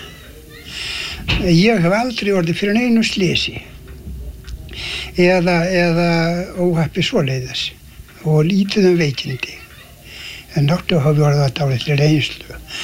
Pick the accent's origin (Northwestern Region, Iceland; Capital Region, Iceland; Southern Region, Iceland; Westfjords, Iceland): Southern Region, Iceland; Meðalland; now in Vestmannaeyjar, Iceland; Nei, ég var uppvaxtar án mín hlutnestir í Meðalandi, fór að búi á 1910 í Meðalandinu, flutti þá að Steinsmýri